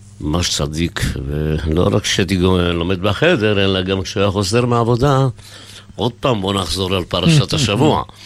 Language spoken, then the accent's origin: Hebrew; Ramat HaSharon, Tel Aviv District, Israel; born there; אני נולדתי במורשה ברמת השרון.